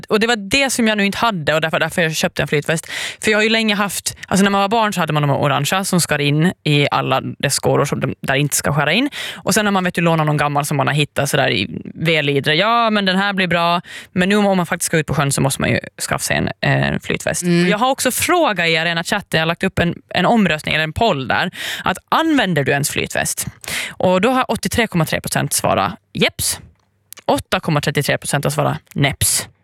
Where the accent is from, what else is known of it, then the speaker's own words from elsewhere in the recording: Åland Islands; jag kommer ju från Åland